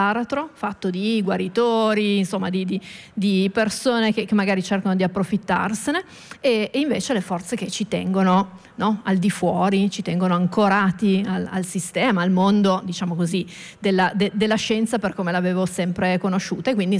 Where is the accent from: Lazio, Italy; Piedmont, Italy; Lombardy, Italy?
Piedmont, Italy; Turin; io sono di Torino